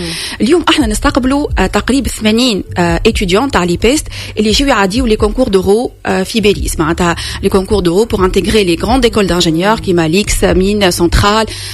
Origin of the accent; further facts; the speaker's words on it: Tunisia; moved away as an adult; now in Paris, France; بالنسبة لينا تونس هي كيما العائلة، يعني احنا عنا مسؤولية حول عائلتنا كيف عنا مسؤولية حول بلادنا تونس.